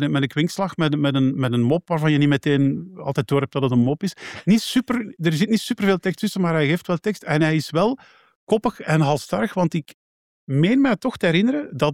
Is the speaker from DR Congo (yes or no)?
no; Belgium; wat mij betreft, ik ben Belg.